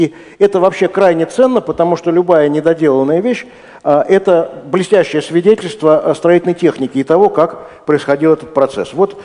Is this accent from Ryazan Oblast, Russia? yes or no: yes; Ryazan, Ryazan Oblast, Russia; я тоже из Рязани, это для начала. Да, и живя в Рязани, очень хочется куда-то поехать